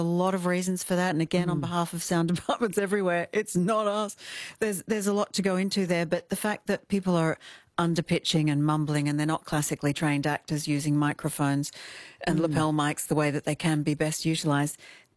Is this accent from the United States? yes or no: no; Kalgoorlie, Western Australia, Australia